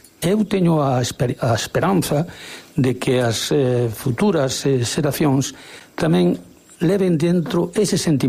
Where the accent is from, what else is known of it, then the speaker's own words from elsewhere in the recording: Picota, Galicia, Spain; Todos aqueles rapaces, que nos fomos máis de 20, 25 como moito, pois vimos a evolución da Picota desde aquel grupiño de casas espalladas pola carretera da Serra de Outes